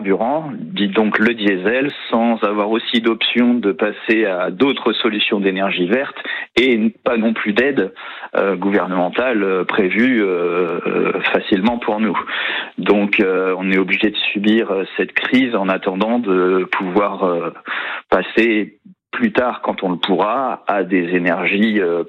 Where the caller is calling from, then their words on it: Le Mans, Pays de la Loire, France; j'habite au Mans effectivement, à côté de l'avenue Olivier-Heuzé, justement à côté de la Roquette